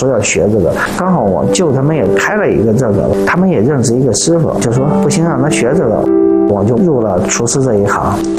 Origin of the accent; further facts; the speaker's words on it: Yunnan, China; 我们云南那边的传统是用那稻草来燎这个猪，它有一个稻草的香气。后来我就想起用老家这个方法